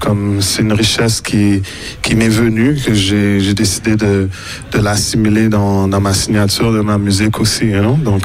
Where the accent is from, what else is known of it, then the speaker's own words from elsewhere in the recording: Montreal, Quebec, Canada; je suis né à Montréal, parents d'origine haïtienne aussi, et puis l'héritage de mes parents d'Haïti était très important pour moi, ça faisait partie de mon identité